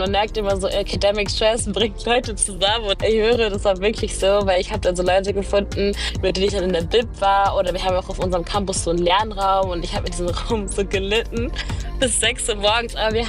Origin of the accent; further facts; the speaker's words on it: North Rhine-Westphalia, Germany; ich komme aus dem Ruhrgebiet. Ich war noch nie in Kamerun